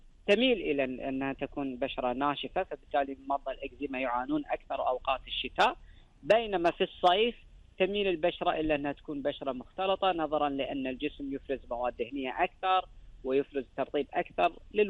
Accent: Kuwait

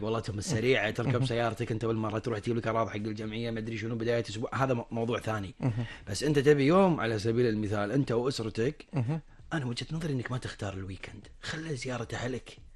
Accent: Kuwait; انا شوي كويتي قديم بهالجانب

